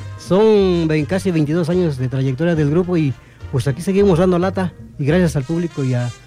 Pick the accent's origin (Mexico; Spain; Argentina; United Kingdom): Mexico; Tehuacán, Puebla; vengo aquí, soy de Tehuacán.